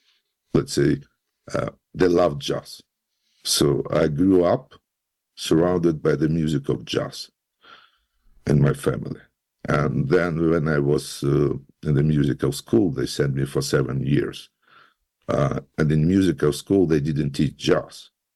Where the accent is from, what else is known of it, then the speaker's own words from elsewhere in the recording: Ukraine; moved away as an adult; also born or lived in Moscow; I was born in Ukraine.